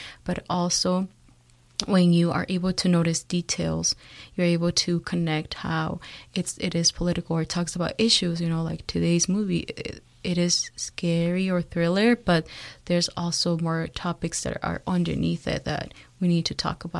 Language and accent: English; Mexico; for the longest time, when I came here from Mexico, I used to feel very alone because I felt like I never had a community.